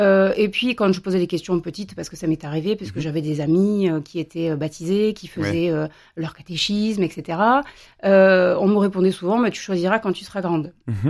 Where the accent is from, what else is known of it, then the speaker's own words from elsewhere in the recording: Lunel, Occitanie, France; Oui, alors moi donc … je suis originaire de Lunel. Je travaille en tant que juriste, j'ai 42 ans, je suis maman de 3 enfants, mariée.